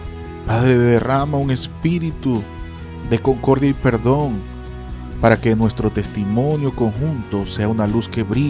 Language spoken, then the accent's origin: Spanish; Venezuela